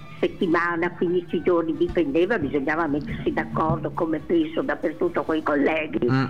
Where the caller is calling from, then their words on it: Trieste, Friuli-Venezia Giulia, Italy; io essendo triestina non posso dire altro, che cavolo vuoi che dica? Sono una triestina.